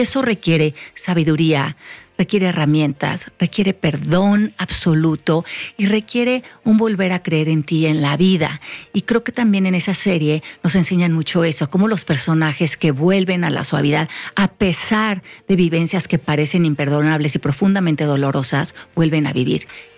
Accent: Mexico

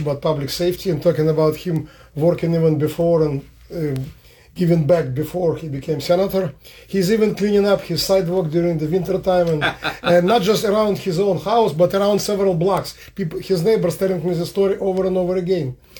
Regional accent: Minsk, Belarus; now in United States; I came from Minsk, Belarus in 1993.

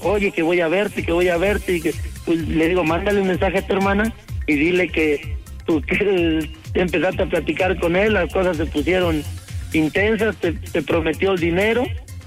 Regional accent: Acatlán de Osorio, Puebla, Mexico; also born or lived in Ixtapaluca; Viví aquí nací, pero vivía en Puebla, por Acatlán de Osorio.

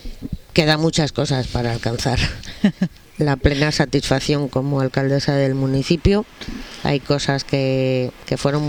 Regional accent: Terán, Cantabria, Spain

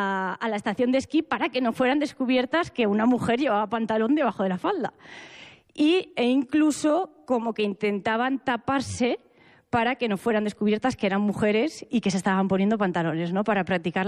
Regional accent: Benasque, Aragon, Spain; Yo nací en Benasque, entonces, al final, cuando naces rodeado de montañas

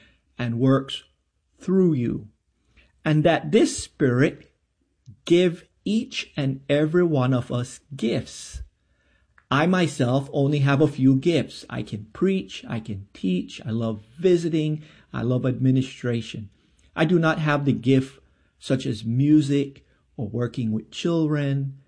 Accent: Belize; moved away; I'm originally from Belize.

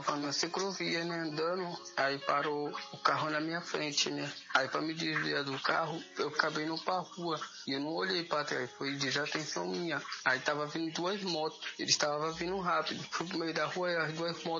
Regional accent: Santos, São Paulo, Brazil; Bruno, eu sou de Santos.

